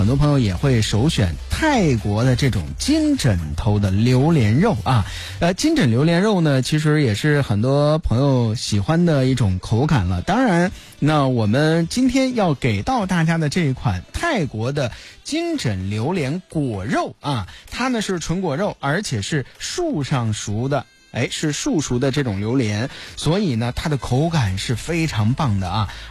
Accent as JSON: {"language": "Chinese", "town": "Qingdao", "region": "Shandong", "country": "China", "said": "咱们青岛人"}